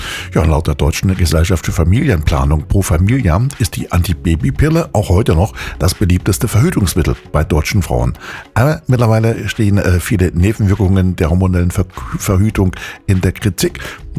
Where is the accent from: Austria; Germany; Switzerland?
Germany; Chemnitz, Saxony; Da beschloss die Stadtverordnetenversammlung von Karl-Marx-Stadt, das ist so meine Heimatstadt, die Stadt wieder umzubenennen und zwar in ihren ehemaligen Namen Chemnitz.